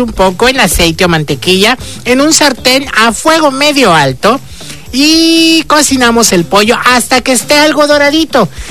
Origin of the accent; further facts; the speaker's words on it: Yucatán, Mexico; Yo sí me siento orgullosamente yucateca porque